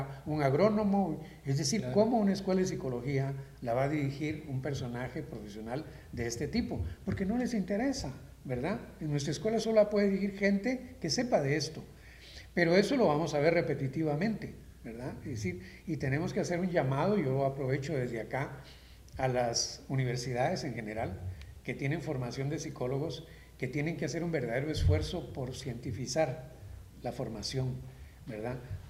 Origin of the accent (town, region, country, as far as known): Guatemala